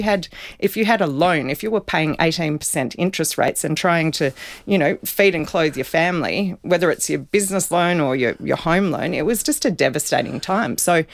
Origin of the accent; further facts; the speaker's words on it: Kingston SE, South Australia, Australia; moved away; So I was born in the Kingston Soldiers Memorial Hospital in 1978.